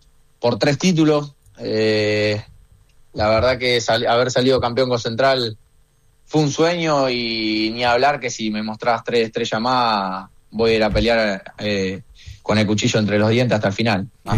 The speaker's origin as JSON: {"language": "Spanish", "town": "Rosario", "region": "Santa Fe", "country": "Argentina", "tie": "born or raised there", "also_born_or_lived": "Gualeguaychú, Entre Ríos", "said": "soy más rosarino que entrerriano, es la realidad. Yo viví un solo año en Gualeguaychú y ya al año y medio ya estaba acá en Rosario. Pero sí, o sea, soy nacido en Gualeguaychú"}